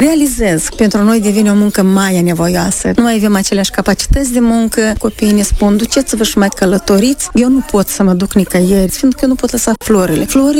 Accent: Moldova

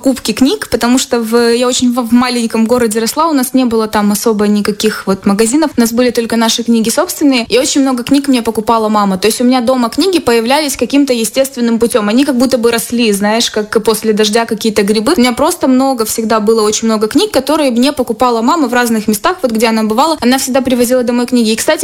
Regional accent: Chisinau, Moldova; у нас в Кишиневе

